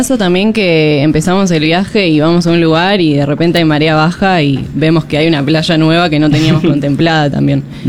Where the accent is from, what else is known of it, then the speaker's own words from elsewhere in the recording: Argentina; moved away as an adult; now in Costa Rica; Yo no soy acá de Costa Rica, soy de Argentina, en realidad. Estoy hace unos meses ya.